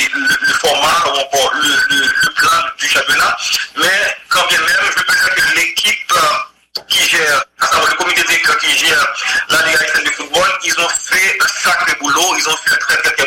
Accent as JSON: {"language": "French", "country": "Haiti", "said": "nous avons ce qu'on appelle chez nous en Haïti des talents qui sont vraiment innés."}